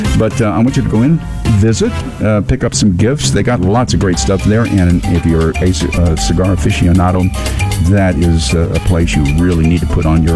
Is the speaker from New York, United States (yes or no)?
no; Wyoming, United States; Let's start with Wyoming. I'm cheating. I'm going one up because that's my home state.